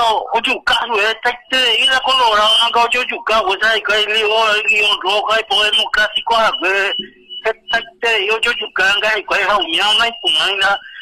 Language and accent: Spanish; Paraguay; Yo soy paraguayo a su